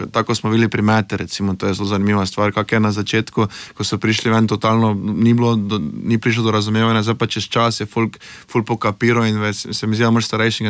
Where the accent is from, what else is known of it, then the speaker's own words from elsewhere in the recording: Maribor, Drava, Slovenia; jaz sem Mariborčan, pa sem imel skozi celo kariero neprimerno več nastopov v Ljubljani